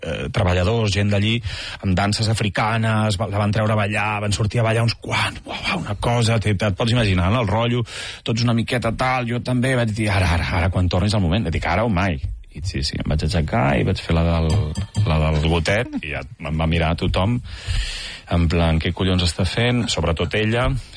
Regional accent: Altafulla, Catalonia, Spain; No, jo sempre he jugat a Tarragona, o vaig jugar sobretot al meu poble, a Altafulla

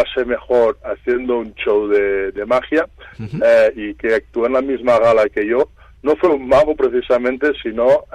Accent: Ponts, Catalonia, Spain; fue precisamente en mi pueblo natal, en Pons.

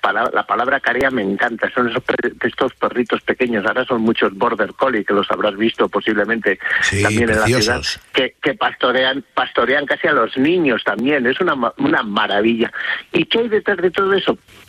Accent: Castile and León, Spain; also born or lived in Madrid; Pero bueno, ¿cómo no lo voy a conocer si es mi tierra? Que es que yo me crié tirando cantos a los del pueblo de arriba, a los de Navasequilla

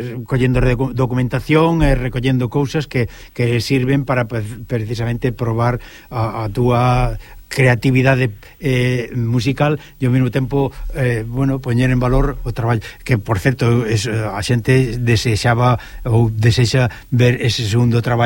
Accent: Galicia, Spain; nosotros como galegos

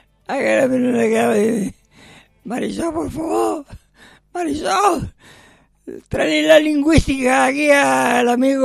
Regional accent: Madrid, Community of Madrid, Spain; Mi niño, yo soy de Madrid, no es tampoco ninguna gran cosa, ¿no?

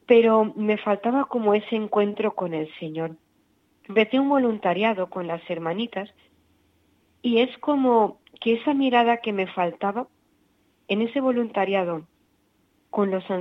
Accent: Oliva, Valencian Community, Spain; yo soy hija de Oliva, de un pueblecito, el último pueblecito de Valencia, y vengo de una familia cristiana practicante. Mis padres toda la vida han sido panaderos

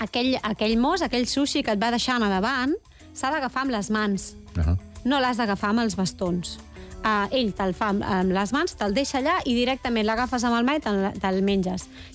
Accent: Catalonia, Spain; El cap de vall som catalans.

